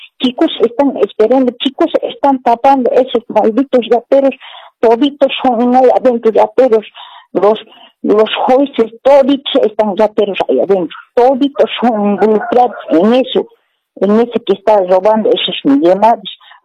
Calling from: Oruro, Bolivia; Yo soy de Oruro, te estoy llamando.

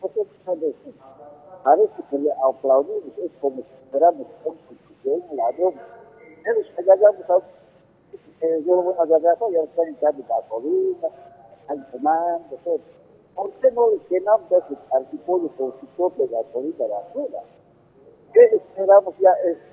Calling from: Bolivia; nosotros como bolivianos

